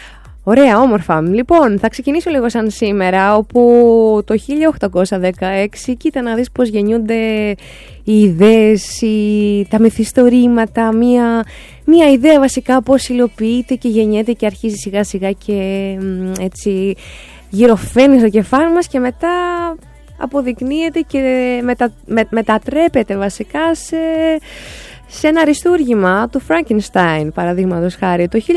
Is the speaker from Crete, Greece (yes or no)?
no; Keratsini, Attica, Greece; Greek is a second language; Είχαμε λοιπόν στο Κερατσίνι που μεγάλωσα, εκεί στην Δεμερτζή, είχαμε την παρέα που μαζευόμασταν πόσα 10-12 πιτσιρίκια τέλος πάντων παιδάκια. Εγώ 8 από 6 χρονών μεγάλωσα εκεί μέχρι τα 11, οπότε κάπου ενδιάμεσα που πια είχα μάθει και τα ελληνικά.